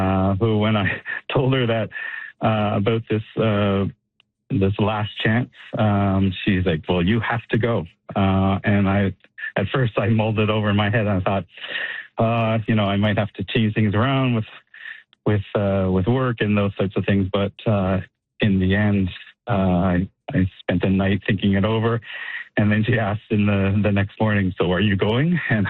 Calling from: London, United Kingdom; I'm calling from London. I'm just outside of Graffiti Alley, actually, taking this call.

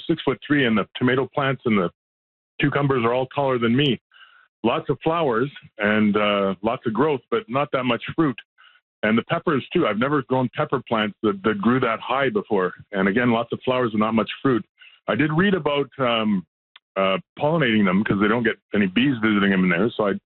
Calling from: Prévost, Quebec, Canada; I'm actually in Prévost

